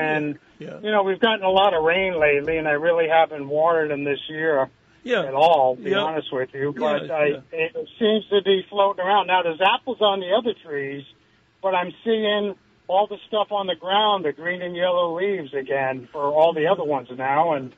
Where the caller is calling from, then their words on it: Montpelier, Vermont, United States; I'm here in Montpelier